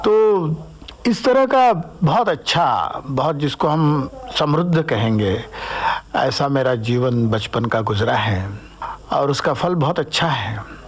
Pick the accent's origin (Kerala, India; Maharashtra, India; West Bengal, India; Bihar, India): Maharashtra, India; Ahmednagar; अहमदनगर में ही मेरी पढ़ाई हुई, स्कूल की, कॉलेज की, वहीं मैंने थिएटर किया, एक्टिंग की। मेरे गांव में पानी कम है लेकिन मेरा गांव छोटा है